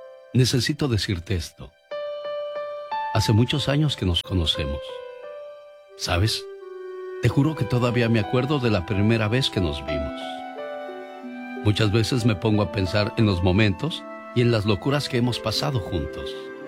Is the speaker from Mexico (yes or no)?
yes; Mexico; Pero bueno, nosotros como buenos mexicanos vamos a aguantar a base de nuestro trabajo y esfuerzo.